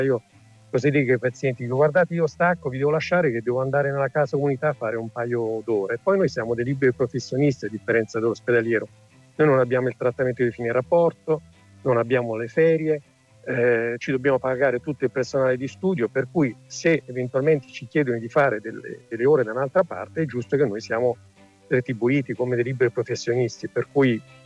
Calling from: Varese, Lombardy, Italy; sono da Varese, sono medico di medicina generale

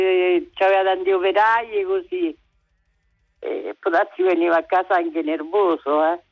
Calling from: Umbria, Italy; È un paesino, sono liberato, provincia di Tanni, è uscita vicino all'autostrada di Orte.

